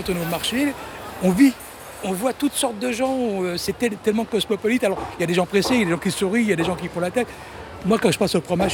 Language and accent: French; Algeria; Je suis là, je suis le meilleur, seulement je suis un Algérien.